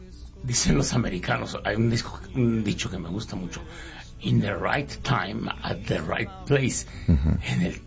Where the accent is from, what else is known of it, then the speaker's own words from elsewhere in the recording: Mexico; born there; Nacer en México, ser parte de este pueblo maravilloso